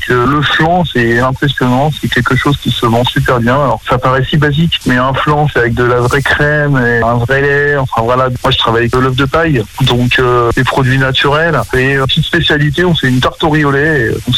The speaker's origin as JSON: {"language": "French", "town": "Le Mans", "region": "Pays de la Loire", "country": "France", "tie": "born or raised there", "said": "Moi, je suis originaire du Mans"}